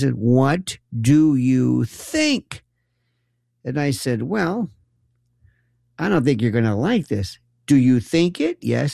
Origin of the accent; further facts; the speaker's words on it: Tampa, Florida, United States; And I lived growing up in Tampa, or Tampa, as you would say, which is the home of MacDill Air Force Base.